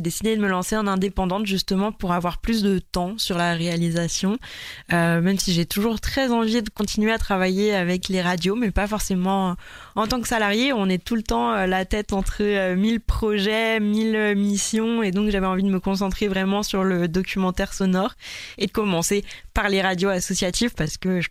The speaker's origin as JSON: {"language": "French", "region": "Provence-Alpes-Côte d'Azur", "country": "France", "said": "Je viens du Var, du centre Var. Et en fait, chez mes parents, on ne captait vraiment pas de radio locale."}